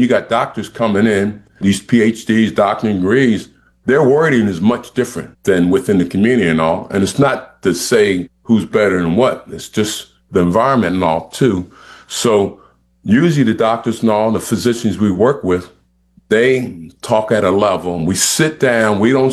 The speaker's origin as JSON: {"language": "English", "town": "Camden", "region": "New Jersey", "country": "United States", "said": "I'm from Camden, New Jersey, from the projects and all."}